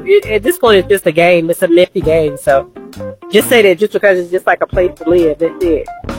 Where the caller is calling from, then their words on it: Rocky Mount, North Carolina, United States; I'm calling from Rocky Mount, North Carolina.